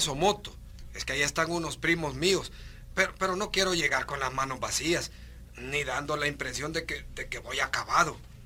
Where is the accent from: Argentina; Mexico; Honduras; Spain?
Honduras; San Esteban, Olancho; No, soy de San Esteban, Olancho.